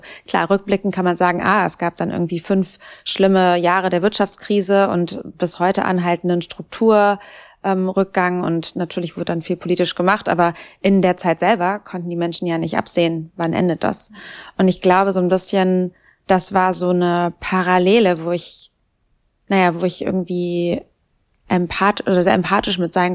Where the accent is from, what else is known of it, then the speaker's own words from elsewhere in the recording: North Rhine-Westphalia, Germany; Also es war nicht mal so, dass ich den Ort nicht mochte, wo ich aufgewachsen bin oder da keine Wurzeln hatte, aber irgendwie gab es für mich so keine Zukunft dort.